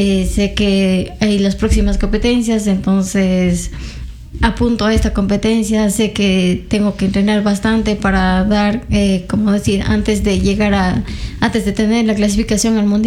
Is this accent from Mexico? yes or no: no; Ecuador